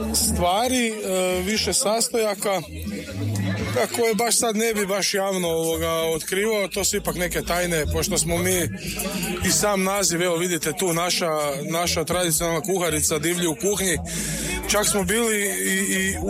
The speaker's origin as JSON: {"language": "Croatian", "town": "Zagreb", "region": "City of Zagreb", "country": "Croatia", "said": "Dolazimo iz Zagreba i ovo nam je već tradicionalno"}